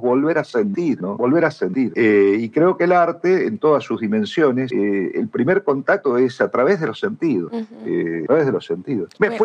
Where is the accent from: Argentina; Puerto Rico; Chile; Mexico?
Argentina; Pero bueno, Medellín, soy argentino, así que … también tengo ahí mi corazoncito.